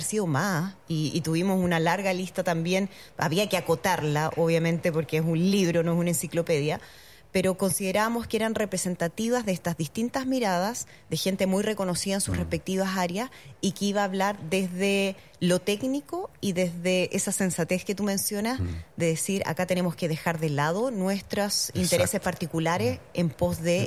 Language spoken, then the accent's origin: Spanish; Chile; así somos los chilenos.